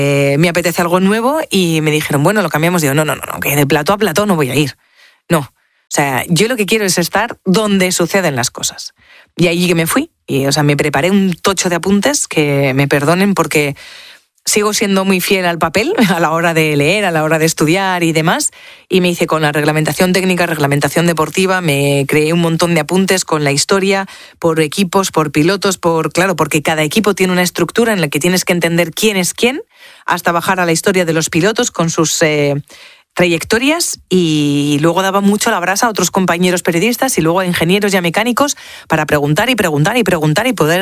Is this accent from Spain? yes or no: yes; Spain; Te duela o no te duela, es verdad, yo soy española, no sé qué te pasa con nosotros